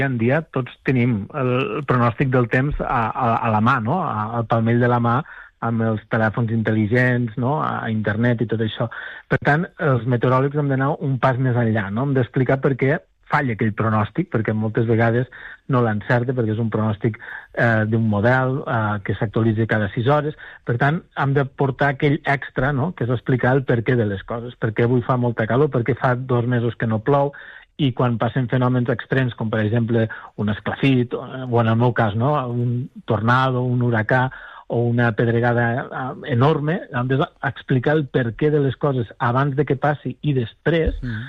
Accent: Miralcamp, Catalonia, Spain; moved away as an adult; now in United States; soc de poble, jo soc de Miralcamp, del Pla d'Urgell

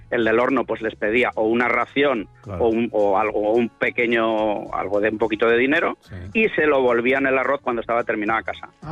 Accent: Valencia, Valencian Community, Spain; A ver, David, Jorge, soy de Valencia.

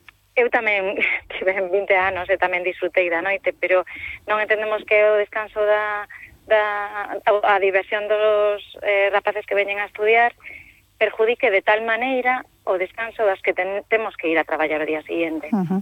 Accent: Santiago de Compostela, Galicia, Spain; eu que son de Santiago de toda a miña vida, comprei un piso, pago un IBI

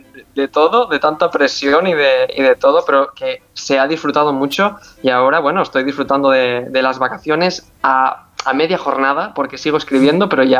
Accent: Tavernes de la Valldigna, Valencian Community, Spain; now in San Francisco, United States; yo todo lo que escribía estaba ambientado en Tabernes de la Bedigna, en mi pueblo de Valencia

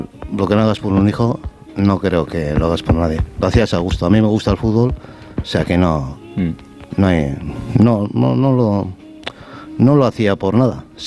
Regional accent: Basque Country, Spain; Bueno, yo soy medio vasco, no todo.

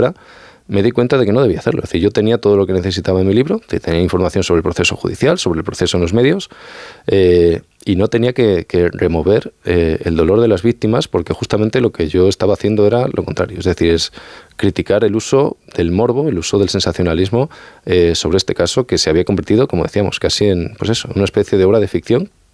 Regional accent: Extremadura, Spain; Yo vengo de la Sierra de Gata, hasta el norte de Cáceres, o la zona de La Vera, o cualquier zona, cualquier otra comarca rural de Extremadura

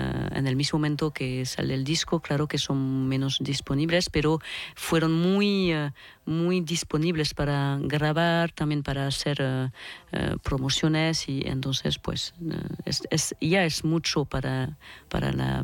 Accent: Nouvelle-Aquitaine, France; yo hablo porque soy cantante de Iparralde

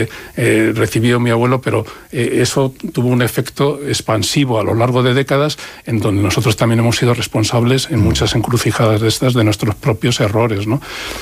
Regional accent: Madrid, Community of Madrid, Spain; born there

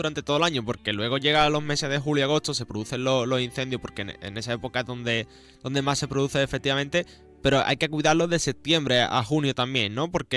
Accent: Puerto Real, Andalusia, Spain; yo soy de allí de Puerto Real

